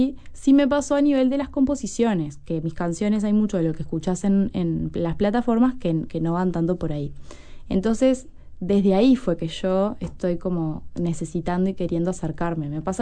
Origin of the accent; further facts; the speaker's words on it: Canelones, Uruguay; yo soy de Canelones.